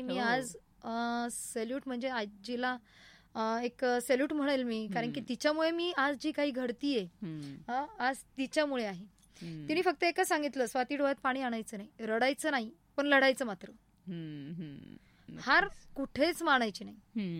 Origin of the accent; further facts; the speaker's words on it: Bhingar, Maharashtra, India; also born or lived in Ahmednagar; माझं बालपण भिंगारमध्ये गेलं, वडील आर्मीमध्ये होते